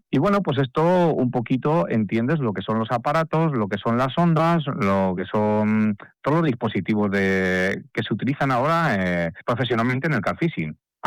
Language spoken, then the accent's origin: Spanish; Arévalo, Castile and León, Spain; now in Viana de Cega, Spain; yo no soy de Viana de Cega realmente, soy de un pueblo que... de la zona de Ávila, que se llama Arévalo, pero por motivos de románticos me vine a Viana de Cega y bueno, aquí me he instalado.